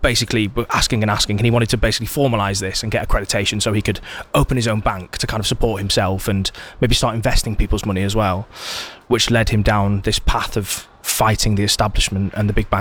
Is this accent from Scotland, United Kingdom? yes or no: no; Warrington, North West England, United Kingdom; So I'm from Warrington, kind of like the Manchester side.